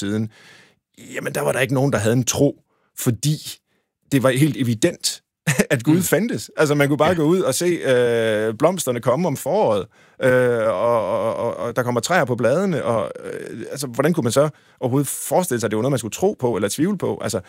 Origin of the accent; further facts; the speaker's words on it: Tjørring, Central Denmark Region, Denmark; for jeg er vokset op ved Gøstrup. Altså i Tjørring, men det ligger lige ved siden af, og vi lejede på engen, som førte os ned til Gøstrup.